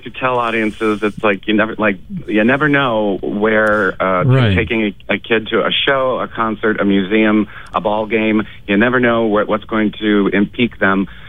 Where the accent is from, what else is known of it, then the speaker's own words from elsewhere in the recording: Nashua, New Hampshire, United States; I grew up in Nashua, New Hampshire, and I was raised by two parents who loved going to the theater.